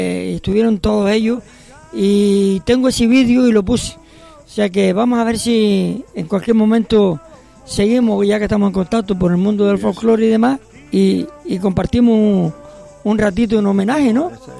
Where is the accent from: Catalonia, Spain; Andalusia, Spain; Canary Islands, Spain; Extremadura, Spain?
Canary Islands, Spain; Tamaraceite; Yo soy de Tamaraceiteiro